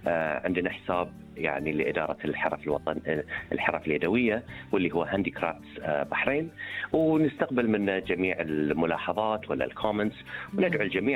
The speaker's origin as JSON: {"language": "Arabic", "country": "Bahrain", "said": "يعني هي ما يميزنا كبحرينيين"}